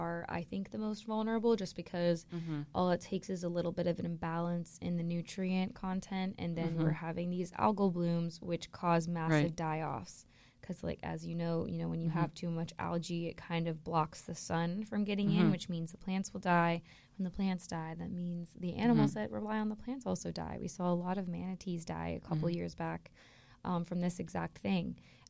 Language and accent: English; West Palm Beach, Florida, United States; I'm from West Palm Beach and we had a lot of, you know, beautiful aquatic habitats as well.